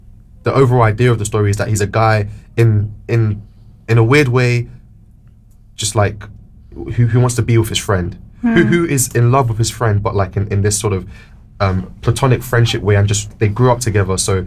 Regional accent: Nigeria; I'm Nigerian. I'm Yoruba

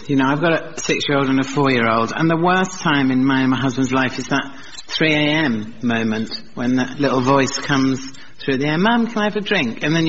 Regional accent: London, United Kingdom; Because I'm from South London and our catchphrase is mug a hoodie.

